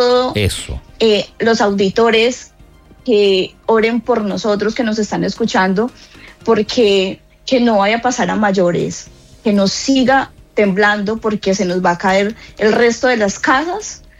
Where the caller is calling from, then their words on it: Pereira, Risaralda, Colombia; Que somos colombianos